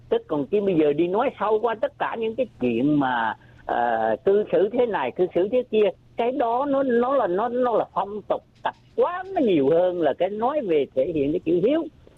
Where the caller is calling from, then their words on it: California, United States; Tôi người Nam Cali nữa đây.